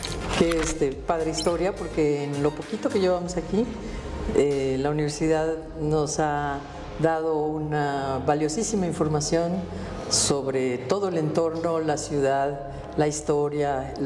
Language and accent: Spanish; Yucatán, Mexico; born there; al haber nacido en Yucatán, es inevitable que como yucateca haya practicado todas las disciplinas artísticas.